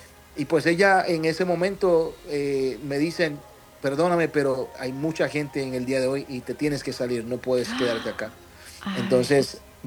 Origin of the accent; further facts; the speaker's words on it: Puerto Rico; now in Orlando, United States; Sí, ya radicamos acá. Somos puertorriqueños que vivimos acá en Estados Unidos.